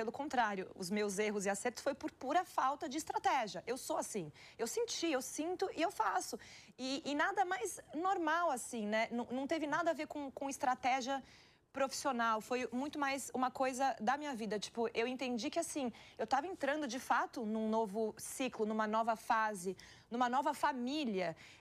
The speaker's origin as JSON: {"language": "Portuguese", "town": "Salvador", "region": "Bahia", "country": "Brazil", "tie": "born there", "said": "Eu sou baiana, né? Nasci em Salvador."}